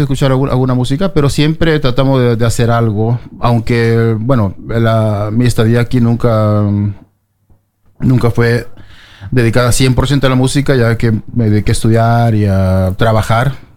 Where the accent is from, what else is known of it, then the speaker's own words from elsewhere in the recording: Peru; now in Oslo, Norway; yo tuve una carrera musical en mi juventud, es por eso que salí de Perú en un tiempo que fue un poco difícil. Viajé mucho por todos los continentes, tocando con diferentes agrupaciones, y llegué a Oslo, Noruega, y bueno, me quedé en el principio de los 90